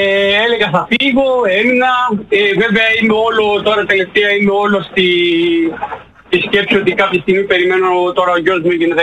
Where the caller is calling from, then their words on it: Germany; από Γερμανία.